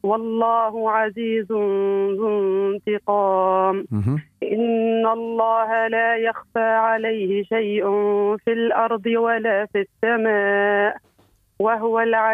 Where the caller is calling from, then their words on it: Monastir Governorate, Tunisia; ولاية المنستير.